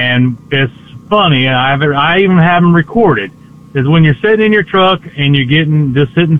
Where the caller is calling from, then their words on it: Augusta, Georgia, United States; I'm calling from Augusta, Georgia.